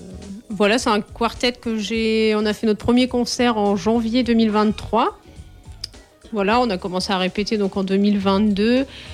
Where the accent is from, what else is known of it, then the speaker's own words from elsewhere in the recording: Coutances, Normandy, France; je suis née à Coutances, la ville où il y a quand même Jazz sous les pommiers